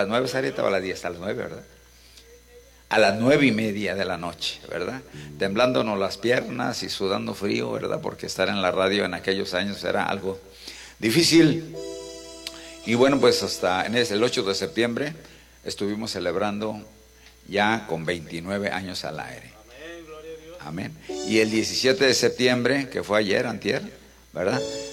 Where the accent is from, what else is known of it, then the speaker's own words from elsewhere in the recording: San Juan, Hidalgo, Mexico; de San Juan, municipio de ¿quién sabe qué termo? ¿Sí? Tepehuacán, Hidalgo.